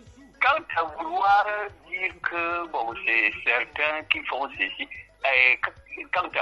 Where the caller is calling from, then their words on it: Cameroon; Je vis au Cameroun comme si je vivais dans une forêt seule.